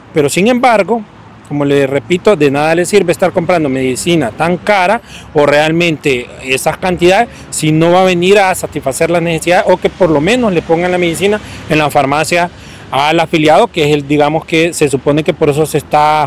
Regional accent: Honduras; nosotros como hondureños

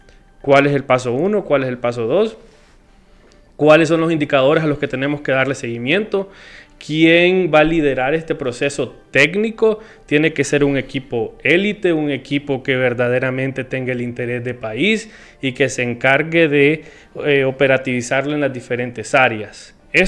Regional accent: Honduras; Tenemos que ver como hondureños

